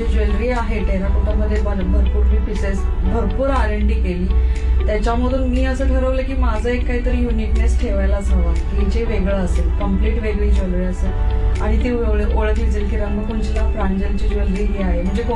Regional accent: Kolhapur, Maharashtra, India; now in Mumbai, India; मी कोल्हापूरची आहे

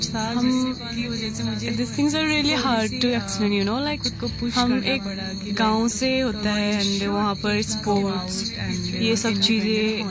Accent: Nepal; moved away as an adult; now in Arunachal Pradesh, India; वैसे मैं नेपाल से हूँ बिलोंग वहीं से करती हूँ बट अभी मेरा शादी हुआ है यहाँ पर.

